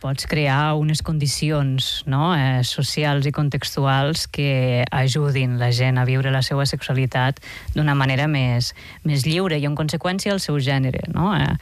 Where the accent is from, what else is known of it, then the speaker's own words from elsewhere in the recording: Lleida, Catalonia, Spain; jo sóc de Lleida, que és una ciutat que ja sé que queda molt lluny.